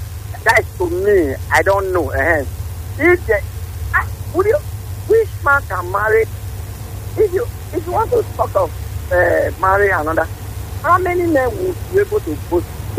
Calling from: Benin City, Edo, Nigeria; I'm calling from Benin.

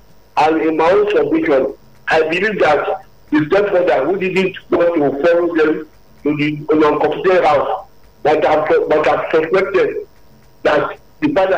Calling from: Alimosho, Lagos, Nigeria; I'm calling from Alimosho.

